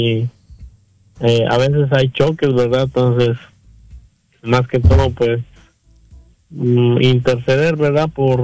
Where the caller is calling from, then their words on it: Miami, Florida, United States; me encuentro acá en Miami, aquí en Estados Unidos